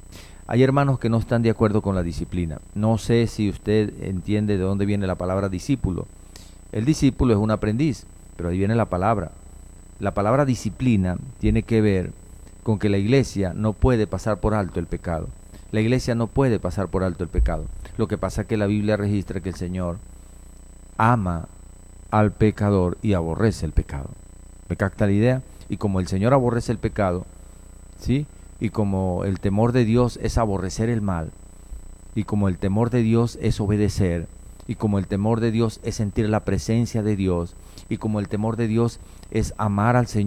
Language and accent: Spanish; Venezuela; now in Colombia; es mi tierra, es Venezuela, y amamos a Venezuela